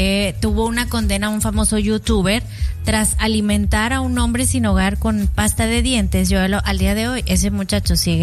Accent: Mexico; yo te lo digo como mexicana

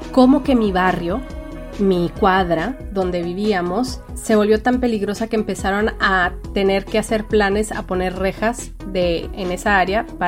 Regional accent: Ciudad Juárez, Chihuahua, Mexico; moved away; conocen al cantante … pues de ahí era él, y de ahí crecí yo.

